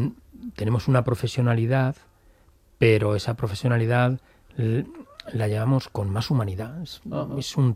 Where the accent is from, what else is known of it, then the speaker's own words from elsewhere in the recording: Alicante, Valencian Community, Spain; no solo yo, sino toda la Alicante y la comunidad valenciana, tenemos una forma característica de trabajar, que es la somos del Mediterráneo.